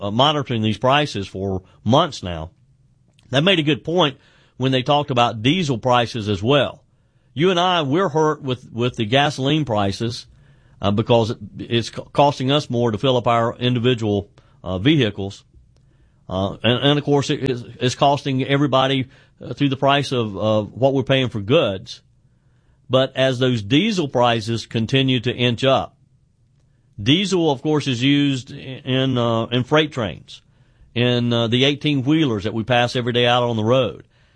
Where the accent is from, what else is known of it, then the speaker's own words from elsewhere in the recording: South Carolina, United States; here in my home state of South Carolina